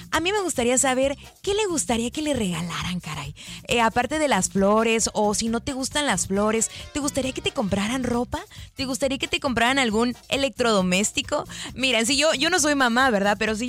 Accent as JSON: {"language": "Spanish", "country": "Mexico"}